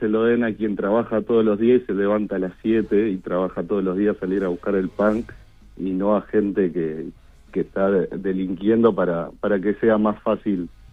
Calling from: Uruguay

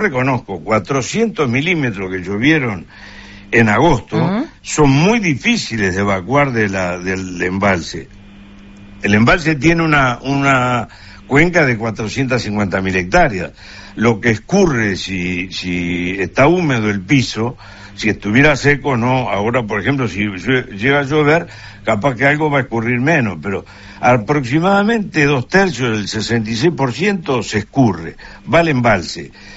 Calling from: Durazno, Uruguay

